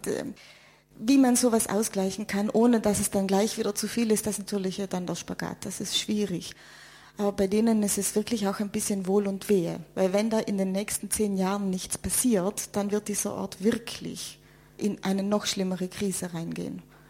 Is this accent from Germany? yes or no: no; Trentino-Alto Adige, Italy; Ja, also ich, als Südtirolerin komme ich ja aus Italien, vom Reisepass her, von der Identitätskarte her.